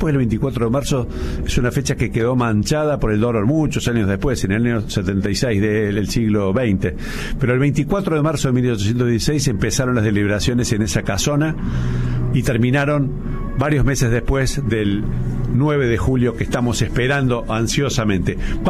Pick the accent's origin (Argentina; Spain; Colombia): Argentina; Los argentinos que no somos tucumanos